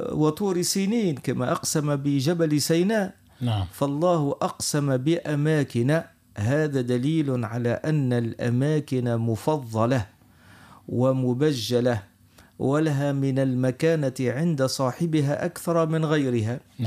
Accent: Tunisia; احنا تولدنا في البلاد هذه وانشأنا فيها وقرينا فيها وعملنا أصحاب فيها

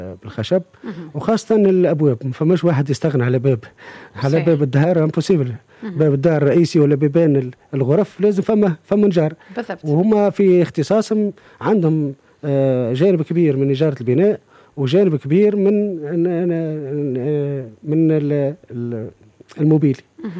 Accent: Tunisia

